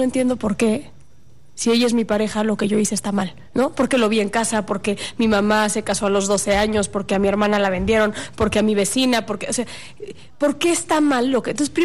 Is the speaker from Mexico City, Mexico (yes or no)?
yes; Mexico City, Mexico; Somos de la Ciudad de México